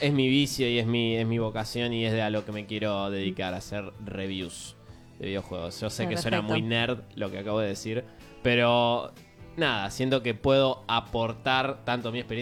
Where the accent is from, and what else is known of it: Bernal, Buenos Aires Province, Argentina